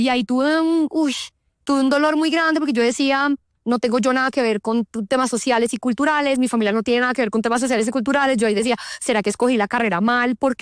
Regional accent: Bogotá, Colombia; born there; yo pues soy andina, nací en Bogotá

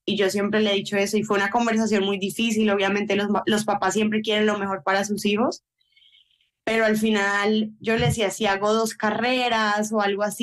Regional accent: Colombia; moved away as an adult; also born or lived in Florida; Pero bueno, yo me fui de Colombia... Mi mamá me apoyó mucho

